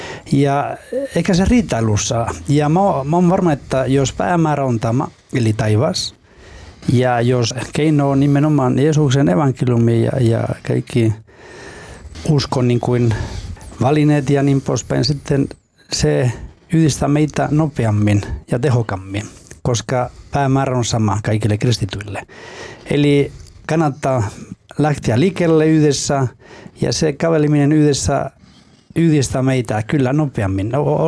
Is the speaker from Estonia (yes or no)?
no; Basque Country, Spain; Finnish is a second language; now in Finland; koska olen kotoisin Baskimaasta. Ja on yhteisiä piirteitä kyllä, joka yhdistää meitä, kyllä baskit ja suomalaiset.